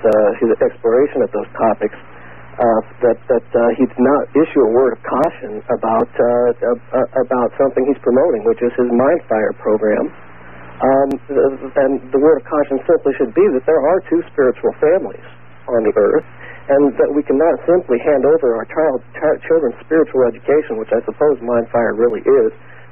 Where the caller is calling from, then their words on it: Illinois, United States; I'm calling from Illinois.